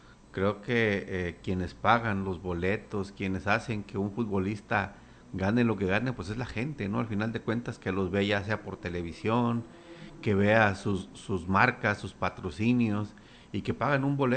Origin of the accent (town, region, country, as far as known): Mexico